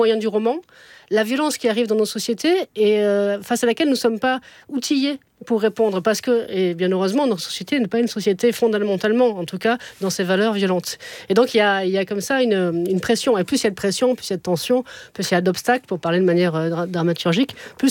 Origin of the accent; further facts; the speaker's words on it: Montpellier, Occitanie, France; born there; Moi, je suis née à Montpellier, donc c'était un peu compliqué.